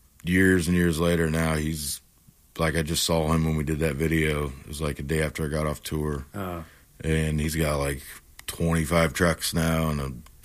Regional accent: Missouri, United States; born there; came back to Missouri

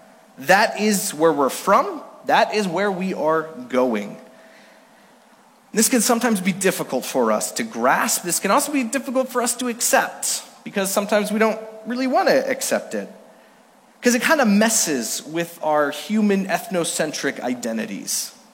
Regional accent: Villach, Carinthia, Austria; I was born in Villach, Austria. It's down in the south side of Austria, about 20 minutes from Italy, because that's where my parents served as missionaries after being sent out by this church in 1980.

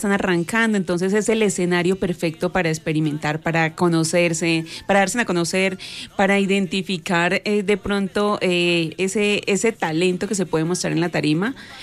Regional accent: Duitama, Boyacá, Colombia; also born or lived in Tunja; Yo nací en Tunja, pero viví y estudié acá en Duitama hasta los 18 años. Terminé mi bachillerato, me fui para Tunja a trabajar y estudiar

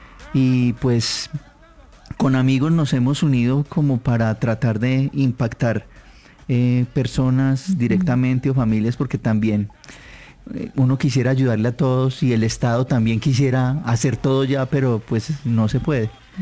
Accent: Apía, Risaralda, Colombia; Yo soy de Apia Risaralda, sí. De la vereda San Carlos, de sector El Hoyo

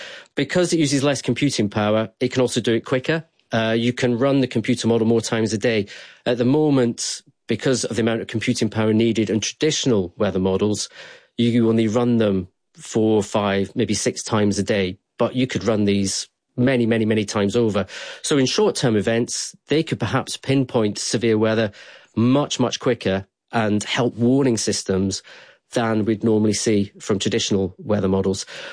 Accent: Scotland, United Kingdom; I grew up in Scotland. The weather changed every 5 minutes there.

